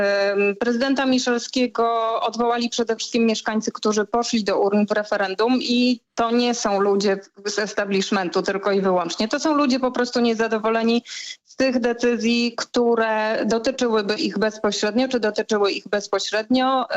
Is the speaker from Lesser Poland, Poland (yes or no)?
yes; Kraków, Lesser Poland, Poland; jako rodowita krakowianka leży mi na sercu los tego miasta